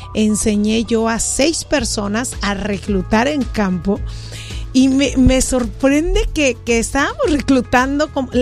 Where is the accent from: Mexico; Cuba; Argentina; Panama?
Mexico; Guadalajara, Jalisco; disculpe, es que yo no soy de aquí. Le dije, yo vengo de Guadalajara.